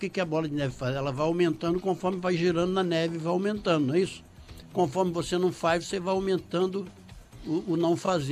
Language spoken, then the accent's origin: Portuguese; Minas Gerais, Brazil; eu sou mineiro também.